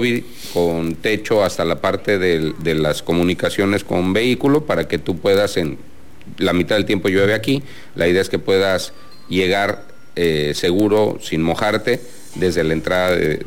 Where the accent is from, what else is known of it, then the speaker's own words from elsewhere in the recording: Mexico City, Mexico; now in Villahermosa, Mexico; yo vengo de la Ciudad de México hace muchos años, y la cultura en la Ciudad de México, en una ciudad con tanta gente, en una ciudad con tanta contaminación